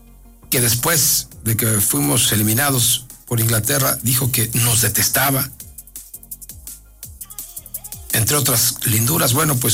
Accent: Mexico; A todos los que somos mexicanos.

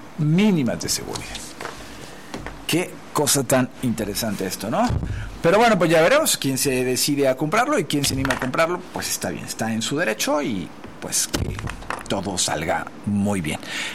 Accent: Mexico; pero también soy un mexicano que me parece que hay que cumplir, ¿no?

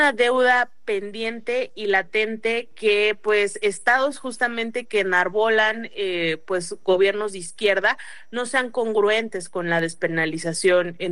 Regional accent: Puebla, Mexico; Puebla, que es de donde yo soy

